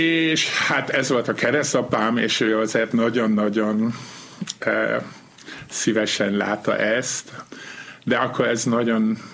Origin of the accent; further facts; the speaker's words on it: Allendorf, Germany; Paraszt udvaran nőttem fel, az volt a mamámé, a papám viszont egy ilyen diplomás feldmérnök, és fontos ember volt a faluban, polgármester. Van egy 1500 lelkű falu, ott születem, Allendorf.